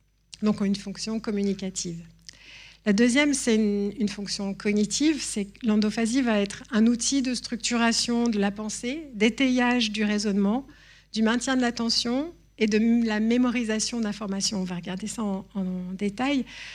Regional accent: Grenoble, Auvergne-Rhône-Alpes, France; je suis grenobloise

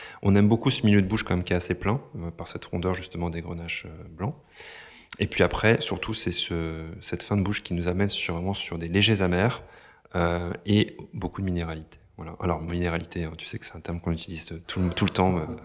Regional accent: Sancerre, Centre-Val de Loire, France; born there; now in Languedoc, France; Moi, je suis né à Sancerre

